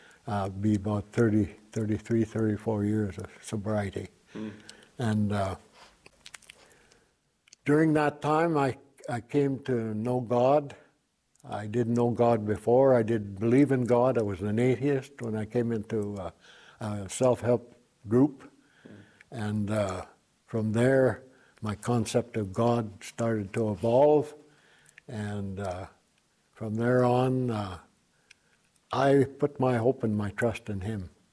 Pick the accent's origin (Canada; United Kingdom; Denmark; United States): Canada; Saskatchewan; also born or lived in Prince Albert; I'm from the Musketeer First Nation. I was born in 1938 in Prince Albert in the Holy Family Hospital. Lived all my life on Musketeer pretty well, except when I was out working. And I'm a product of a mixed marriage, my dad being Cree and my mother a Caucasian lady.